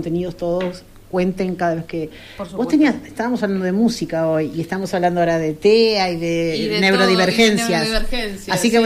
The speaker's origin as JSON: {"language": "Spanish", "country": "Uruguay", "said": "me indigna un poco como uruguaya"}